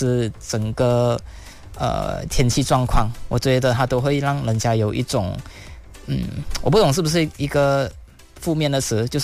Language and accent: Chinese; Taiping, Perak, Malaysia; 其实的目的是希望让更多人了解我的家乡太平啊